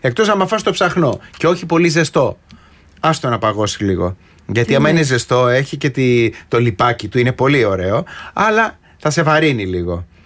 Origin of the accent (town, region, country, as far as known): Trikorfo, Peloponnese, Greece